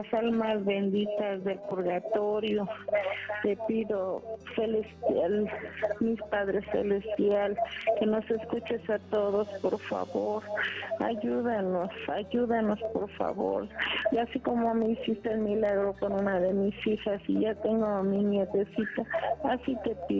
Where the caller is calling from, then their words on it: Mexico City, Mexico; De aquí de la Ciudad de México.